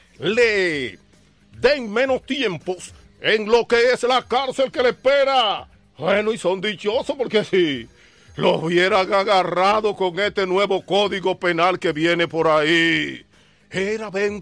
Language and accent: Spanish; Dominican Republic; now in United States; mi país, la República Dominicana